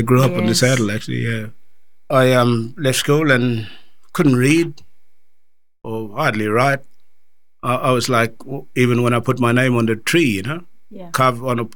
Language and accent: English; Western Australia, Australia; also born or lived in Wyndham / Ivanhoe Station / Kununurra; after growing up in Newry